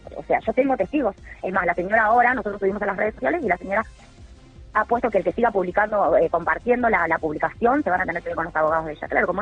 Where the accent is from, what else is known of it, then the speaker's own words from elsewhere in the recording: Buenos Aires, Argentina; moved away; Y nada, y hace 8 años que vivo acá, que falleció mi papá. Me vine de Buenos Aires.